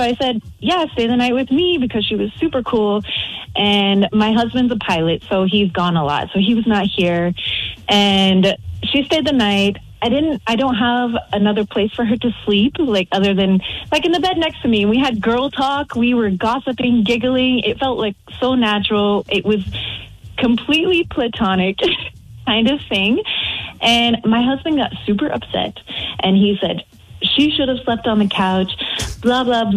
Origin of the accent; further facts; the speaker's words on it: United States; So I don't have many friends here. I'm obviously from the States.